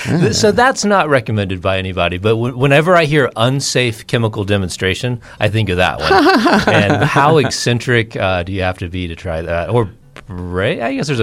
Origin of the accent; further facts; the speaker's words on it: Olathe, Kansas, United States; I grew up outside of Kansas City in a suburb, so Olathe South High School.